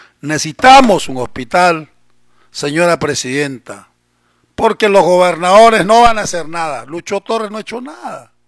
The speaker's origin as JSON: {"language": "Spanish", "region": "Tacna", "country": "Peru", "said": "Los que queremos a Tacna y los que somos de Tacna y raíces tacneñas"}